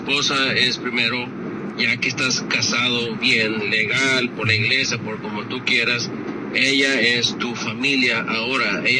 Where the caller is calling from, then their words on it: New York, United States; acá de Nueva York.